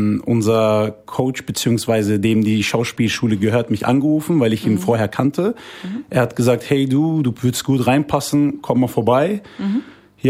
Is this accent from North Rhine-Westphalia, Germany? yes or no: yes; North Rhine-Westphalia, Germany; komme aus Riedberg, NRW. Und ursprünglich kommen meine Eltern aus Hatay. Und ich selber bin dann in Deutschland geboren und aufgewachsen. Genau. Und bin 31 Jahre alt.